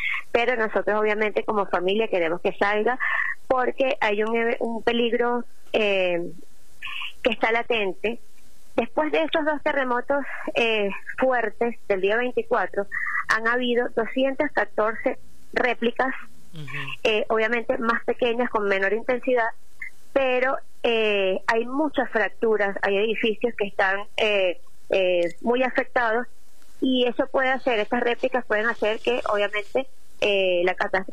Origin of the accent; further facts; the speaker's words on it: Venezuela; moved away as an adult; now in Quilmes, Argentina; yo tengo en Argentina 10 años y los 10 años que tengo en Argentina los tengo en Quilmes. Tenemos una relación con Quilmes muy estrecha porque mi hermana se casó en Caracas hace más de 40 años con quilmeño.